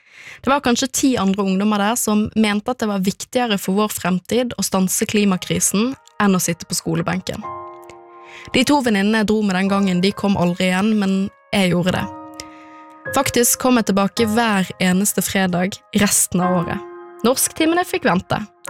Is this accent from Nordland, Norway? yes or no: no; Bergen, Vestland, Norway; og jeg vokste opp i Bergen sentrum i en typisk moderne familie